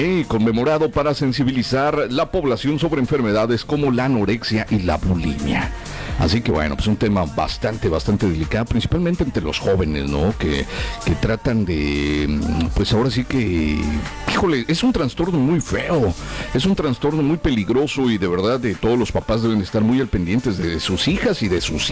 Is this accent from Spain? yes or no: no; Mexico; todos somos libres como mexicanos constituidamente.